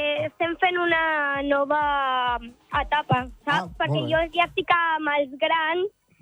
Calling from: Granollers, Catalonia, Spain; Soc de Granollers.

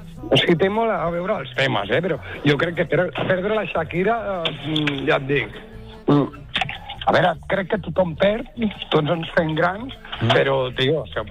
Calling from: Monistrol, Catalonia, Spain; de Monistrol.

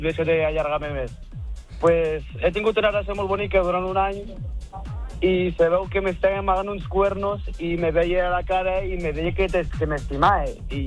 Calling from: Serós, Catalonia, Spain; de Serós.

